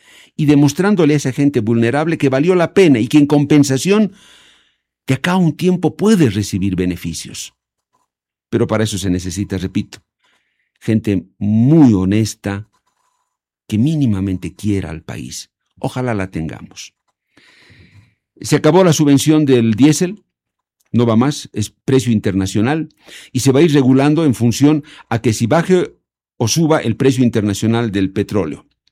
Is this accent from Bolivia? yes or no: yes; Bolivia; exigir a todos los trabajadores, que somos los bolivianos, en realidad todos, que trabajemos por igual